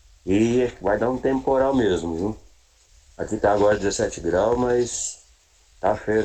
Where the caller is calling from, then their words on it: São Lourenço da Serra, São Paulo, Brazil; de São Lourenço da Serra, no Pulo do Gato.